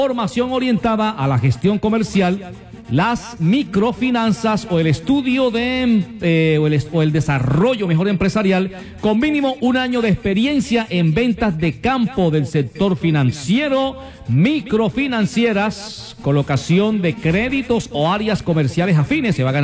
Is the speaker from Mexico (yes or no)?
no; Arjona, Bolívar, Colombia; Nosotros que somos de Arjona